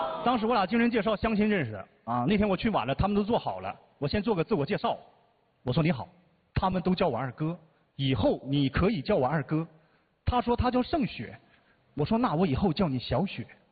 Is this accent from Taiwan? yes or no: no; Northeast China, China; 我老婆跟我一样啊，东北人